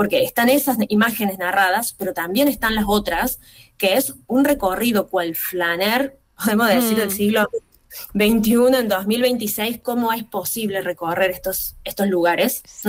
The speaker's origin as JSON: {"language": "Spanish", "country": "Argentina", "tie": "born or raised there", "said": "estando en Argentina y siendo argentina, no habiendo vivido en otro lugar"}